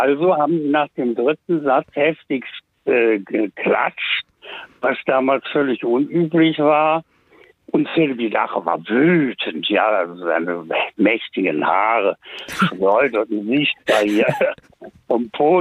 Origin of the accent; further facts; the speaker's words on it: Wuppertal, North Rhine-Westphalia, Germany; Aber da bin ich dann nochmal in meiner Heimatstadt Wuppertal gewesen